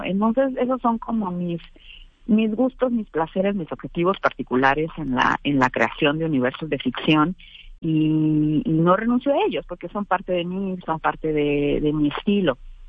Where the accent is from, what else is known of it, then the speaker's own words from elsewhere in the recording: Mexicali, Baja California, Mexico; moved away as an adult; now in Mexico City, Mexico; yo soy de Mexicali, Baja California, allá viví hasta los veintitantos años, luego me mudé acá a la Ciudad de México